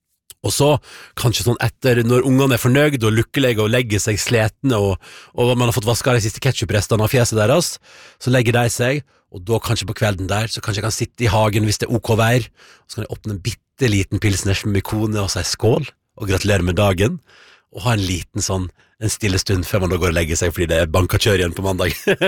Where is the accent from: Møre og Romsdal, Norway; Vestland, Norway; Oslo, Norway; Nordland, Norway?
Vestland, Norway; Førde; born or raised there